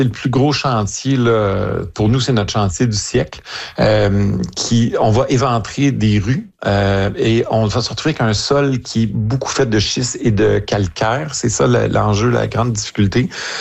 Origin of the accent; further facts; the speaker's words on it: Montreal, Quebec, Canada; ouais, chez nous à Montréal, c'est le maire Sarto Fournier qui est le maire de Montréal.